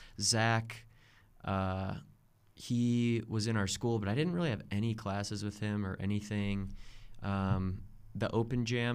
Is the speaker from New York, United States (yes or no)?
no; Michigan, United States; moved away as an adult; now in Colorado, United States; come from Michigan originally, and I've been out here in Colorado for 10 years now.